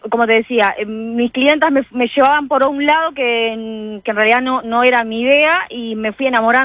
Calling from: Atlántida, Canelones, Uruguay; De Atlántida.

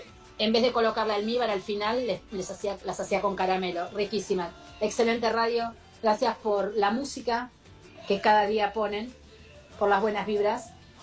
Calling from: Monte Grande, Buenos Aires Province, Argentina; Hola, Radio Latina … de Monte Grande.

